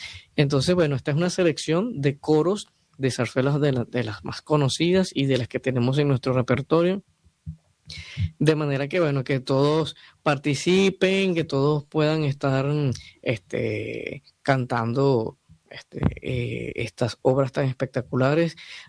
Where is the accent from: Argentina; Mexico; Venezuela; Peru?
Venezuela; now in Madrid, Spain; Yo soy de Venezuela